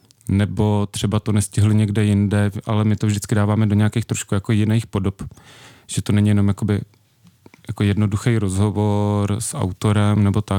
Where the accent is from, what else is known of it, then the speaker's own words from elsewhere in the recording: Jihlava, Vysočina Region, Czechia; now in Prague, Czech Republic; já jsem původem z Jihlavy, když žiju v Praze a v Jihlavě jsem tu kulturu dělal, jakoby, nebo dělám nepřetržitě od nějakých svých 14 let